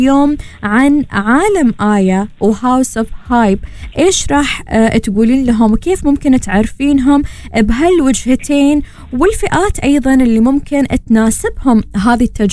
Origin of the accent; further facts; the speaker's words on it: Oman; احنا في عمان نحب كعمانيين وعوائل ايضا وكمقيمين في سلطنة عمان